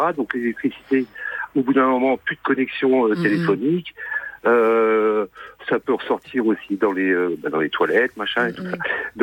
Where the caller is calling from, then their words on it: Bou, Centre-Val de Loire, France; j'habite à Bou, vraiment à métropole orléanaise, au bord de Loire, commune complètement inondable.